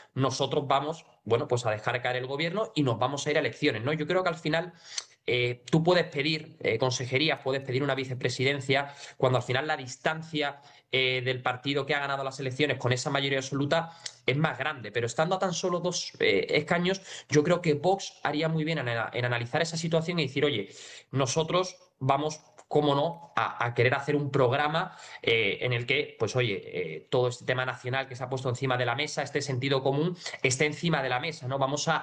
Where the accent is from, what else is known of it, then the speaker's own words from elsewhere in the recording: Tomares, Andalusia, Spain; born there; inclusive en la provincia de Sevilla, en mi pueblo, por ejemplo, en Tomares